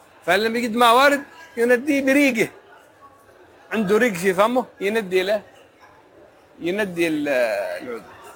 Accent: Yemen; عندنا في اليمن ماشي زيتون، الأراك والنخل عندنا

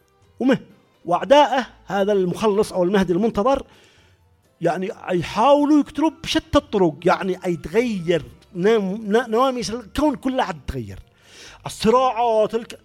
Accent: Yemen; واحنا يمنيين

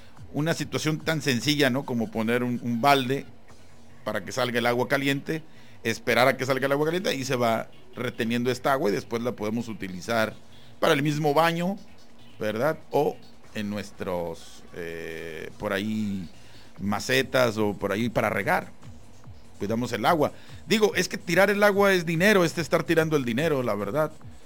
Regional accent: Mexico; nos hace falta también a nosotros como mexicanos conocer un poquito más.

